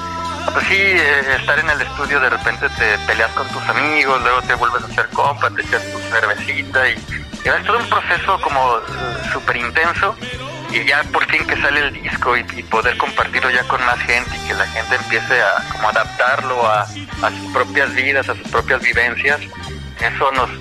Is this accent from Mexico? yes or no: yes; Guadalajara, Jalisco, Mexico; somos de Guadalajara